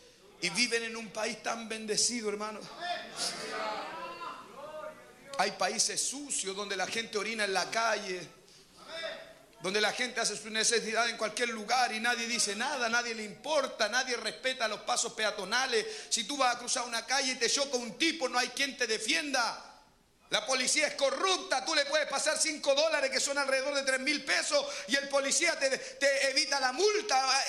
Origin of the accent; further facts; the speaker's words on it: Chile; also born or lived in Ecuador; Señor, ¿para qué lugar estará Chile? ¿Dónde estará mi tierra?